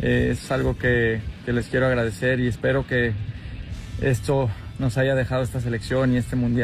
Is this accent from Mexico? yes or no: yes; Mexico; Es un orgullo para mí como mexicano ver cómo otros países se expresan de México